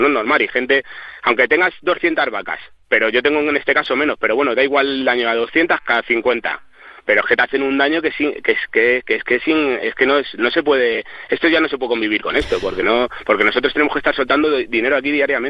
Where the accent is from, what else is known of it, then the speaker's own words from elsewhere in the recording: Madrid, Community of Madrid, Spain; moved away as an adult; now in San Bartolomé de Pinares, Spain; Yo soy una persona que soy madrileño, pero llevo viviendo en el pueblo 20 años y yo no me quiero ir del pueblo para nada.